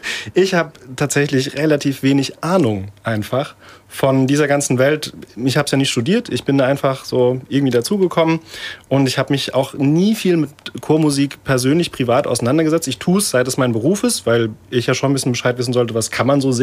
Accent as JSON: {"language": "German", "country": "Germany", "said": "anscheinend ist mein Akzent wohl okay dafür, dass ich eine Kartoffel bin."}